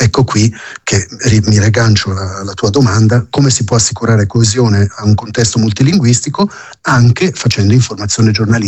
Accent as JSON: {"language": "Italian", "country": "Switzerland"}